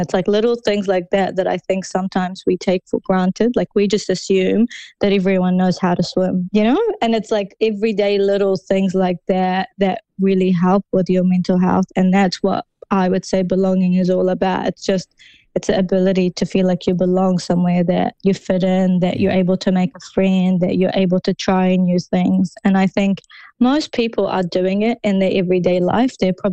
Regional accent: New Zealand; I am Muslim and I am Arab, but these are the things I like about being Muslim and Arab and I get to choose those things. And those are the things I like about being Kiwi

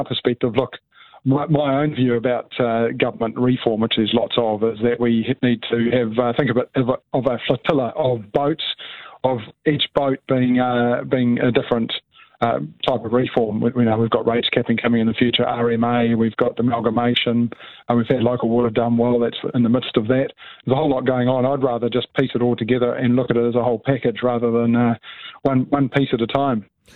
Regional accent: Whanganui, Manawatū-Whanganui, New Zealand; I've never been in local government before, but I was born here in Whanganui. The day Neil Armstrong walked on the moon, actually, brought up on a hill country farm.

